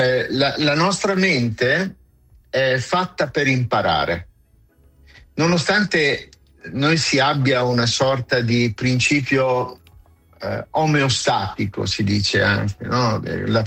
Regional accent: Lombardy, Italy; Oltretutto io ho origini bergamasche, dalle nostre parti si dice anche allo stesso modo molla mia.

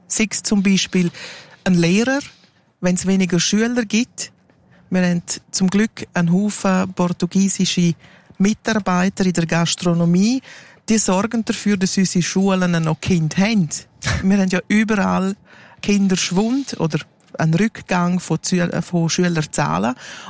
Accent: Graubünden, Switzerland; Ja, wir sind Bündner, ja.

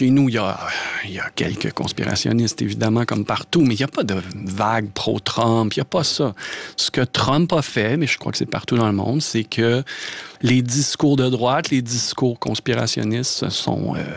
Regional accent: Quebec, Canada; accent: Quebec; Et comme au Québec, on est un petit peu particulier parce que c'est l'Amérique, on a notre accent

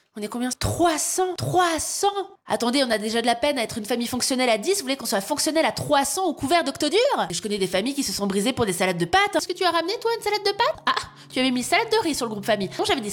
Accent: Valais, Switzerland; Ouais, je suis valaisanne. Mais c'est pas de ma faute s'il y avait pas beaucoup de mobilité à l'époque.

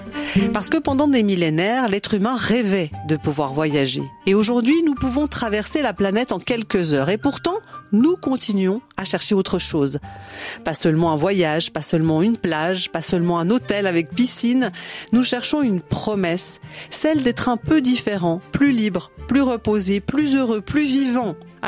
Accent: Switzerland; Chez nous, en Suisse.

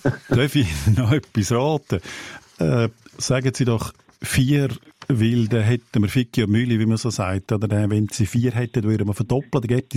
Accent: Aargau, Switzerland; Ich bin ja ein Aargauer.

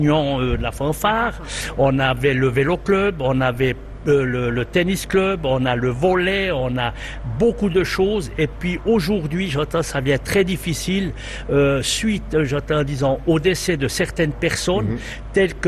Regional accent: Péry, Bern, Switzerland; Non, je suis de Péry.

